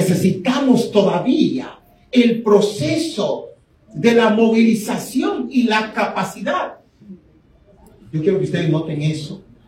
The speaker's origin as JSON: {"language": "Spanish", "country": "Colombia", "said": "Ya tú eres dominicano, yo soy colombiano"}